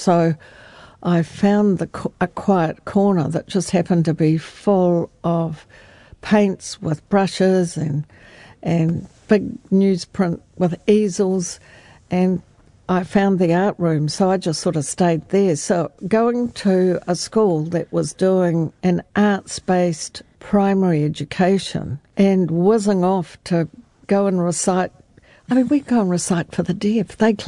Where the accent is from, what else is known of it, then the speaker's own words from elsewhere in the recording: Greymouth, West Coast, New Zealand; But, I mean, the thing is, I grew up in Greymouth in the 50s, and I was a precocious kid.